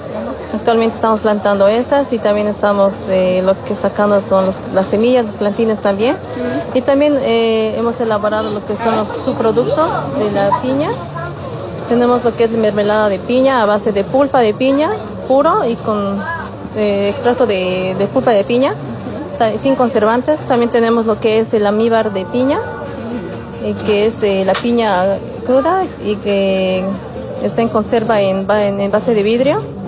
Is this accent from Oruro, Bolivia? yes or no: no; Chimoré, Cochabamba, Bolivia; somos del Chimoré, del municipio de Chimoré.